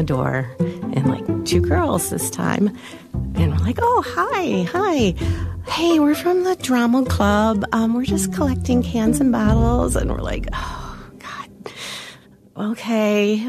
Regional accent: South Lyon, Michigan, United States; I am from South Lyon, Michigan.

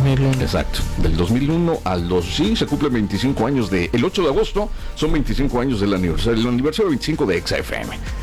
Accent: Tulancingo, Hidalgo, Mexico; now in Poza Rica, Mexico; yo que soy de Tulancingo, Hidalgo

